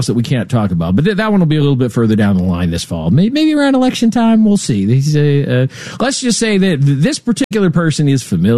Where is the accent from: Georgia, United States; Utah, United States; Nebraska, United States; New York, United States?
Nebraska, United States; So, in Nebraska, my home state, as you know